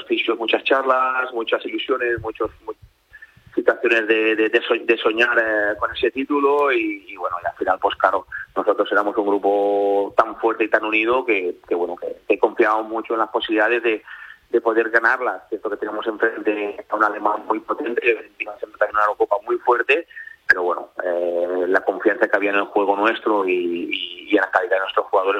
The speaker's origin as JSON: {"language": "Spanish", "country": "Spain", "said": "todos somos españoles y queremos ver a España lo más alto."}